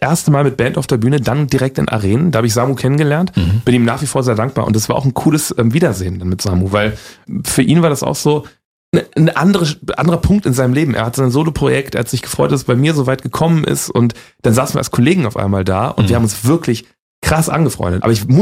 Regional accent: Hanover, Lower Saxony, Germany; Ich komme ja aus Hannover, in Niedersachsen

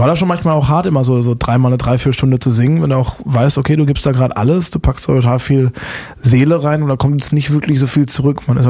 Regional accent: Busenbach, Baden-Württemberg, Germany; Aber jetzt bei mir, in meinem Heimatdorf, ist es natürlich...

